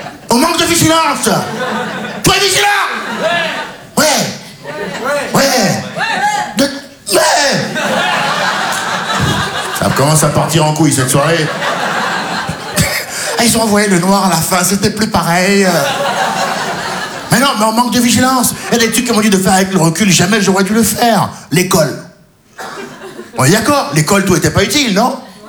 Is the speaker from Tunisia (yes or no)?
no; Benin; also born or lived in France